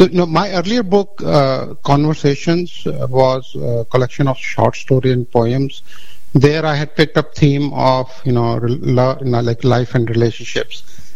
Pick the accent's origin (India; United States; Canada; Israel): India; So I grew up in India, and you know, during my youth, there were the new things that were coming up were computers